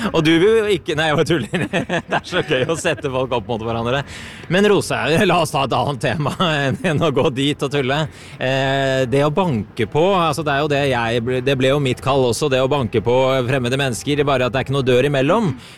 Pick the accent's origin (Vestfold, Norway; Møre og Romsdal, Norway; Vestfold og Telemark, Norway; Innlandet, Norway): Innlandet, Norway; Lillehammer; Jeg er fra Lillehammer, så dette her ble jo litt nært.